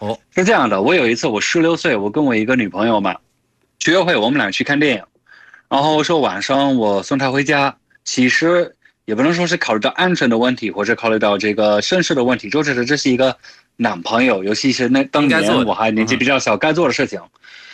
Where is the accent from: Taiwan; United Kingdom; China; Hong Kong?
United Kingdom; Chinese is a second language; Hey hello， 我是来自英国的